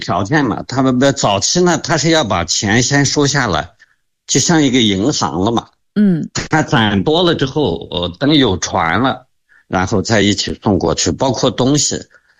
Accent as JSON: {"language": "Chinese", "country": "China"}